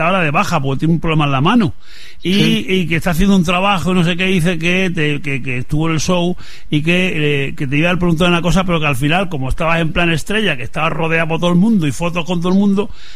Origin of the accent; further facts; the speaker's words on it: Madrid, Community of Madrid, Spain; also born or lived in Ávila; soy de Madrid, de Ávila y de Madrid